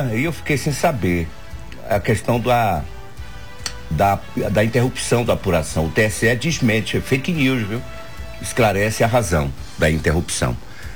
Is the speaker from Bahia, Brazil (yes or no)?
yes; Bahia, Brazil; dias melhores para todos nós que somos brasileiros, baiano, nordestino, com muito orgulho